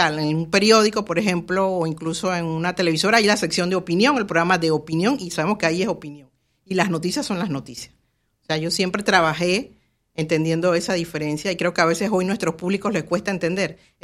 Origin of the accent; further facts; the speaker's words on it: San Miguelito, Panama; yo crecí en San Miguelito